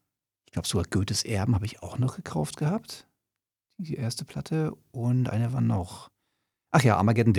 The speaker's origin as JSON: {"language": "German", "region": "Mecklenburg-Vorpommern", "country": "Germany", "said": "Und das war damals noch Neubrambo. Ich komme ja aus der Ecke da unten."}